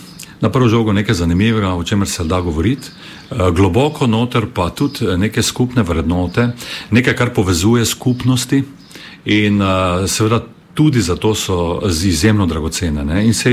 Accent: Styria, Slovenia; malo iti na to našo štajarsko, bi rekel, pripadnost naši državi, zdaj, ko je nam praznik za nami, da smo Slovenci

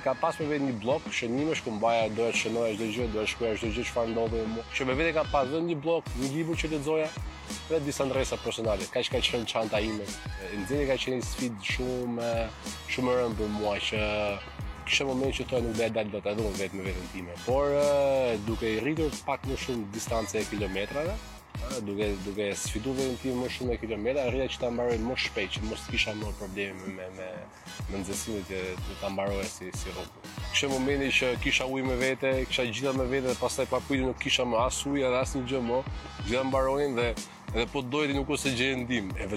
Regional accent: Shkodër, Shkodër County, Albania; now in Tirana, Albania; në qytetin tim të origjinës, më qenë që jam Shkodran

